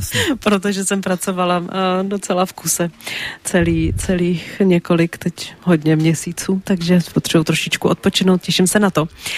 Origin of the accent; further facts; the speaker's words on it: Jablonec nad Nisou, Liberec Region, Czechia; Ano, já jsem se narodila v Jablonci nad Nisou a no, mám to tam ráda.